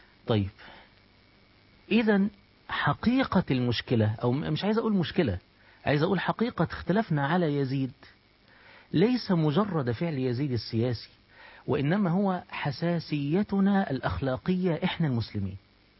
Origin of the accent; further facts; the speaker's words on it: Egypt; خليني أقول لك مثلا باعتباري مصري، هو هضرب لك المثل المصري